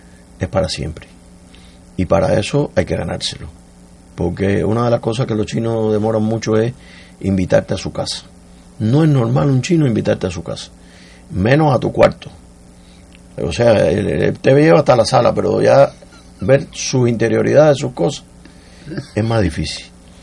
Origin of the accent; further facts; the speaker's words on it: Cuba; No, yo soy cubano, primer punto, cubano. Y después un poco achinado.